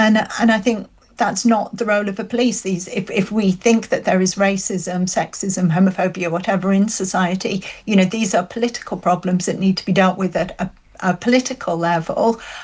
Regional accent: Middlesbrough, North East England, United Kingdom; in my town growing up in Middlesbrough

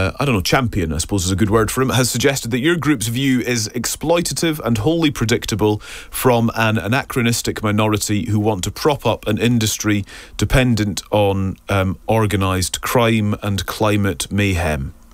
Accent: Scotland, United Kingdom; I'm from the Highlands.

